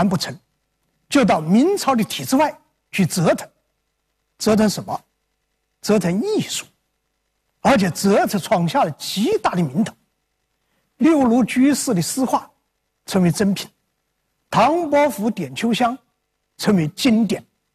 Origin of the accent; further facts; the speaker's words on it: Ji'an, Jiangxi, China; 那就是我的家乡江西吉安，吉安府。